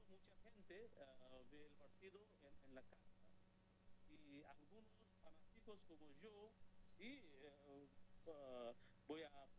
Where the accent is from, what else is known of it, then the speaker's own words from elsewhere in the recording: Bangladesh; Spanish is a second language; acá sí, en Bangladesh